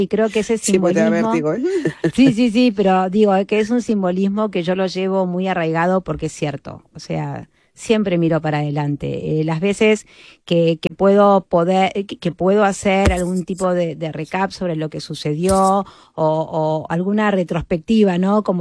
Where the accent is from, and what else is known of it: Argentina; moved away